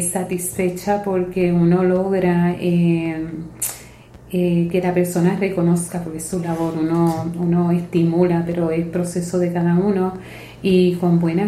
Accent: Aibonito, Puerto Rico; soy albuniteña de pura cepa.

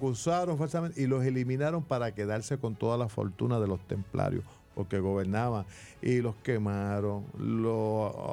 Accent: Puerto Rico

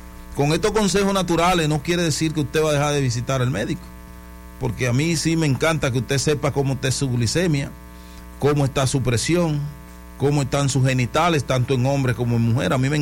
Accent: Dominican Republic; todos somos dominicanos.

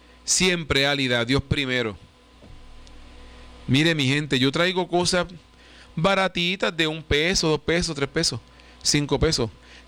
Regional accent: Puerto Rico

